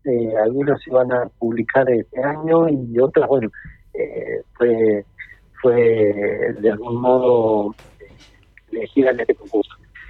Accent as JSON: {"language": "Spanish", "region": "Corrientes", "country": "Argentina", "tie": "born or raised there", "moved": "yes", "lives_now": "Resistencia, Argentina", "said": "De hecho, yo soy correntino."}